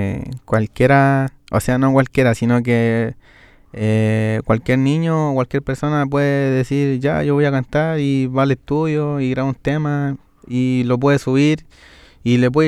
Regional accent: Chile; si somos todos chilenos

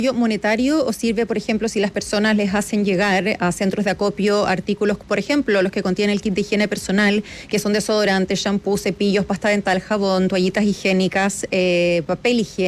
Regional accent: Chile

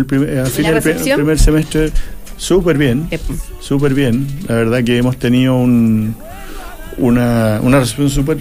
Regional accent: Chile; somos un restaurante chileno, es una pica chilena, donde van turistas a ver cómo somos los chilenos.

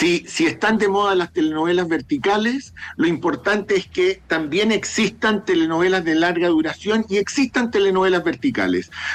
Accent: Chile; Somos chilenas y chilenos

